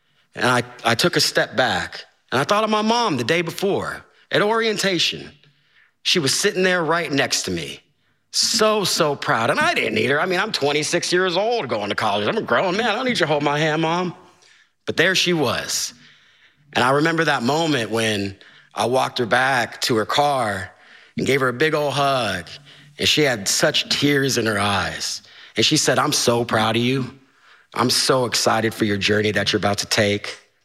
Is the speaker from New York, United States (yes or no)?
no; Topeka, Kansas, United States; moved away as an adult; now in Los Angeles, United States; I spent my first 17 years in Topeka in the city.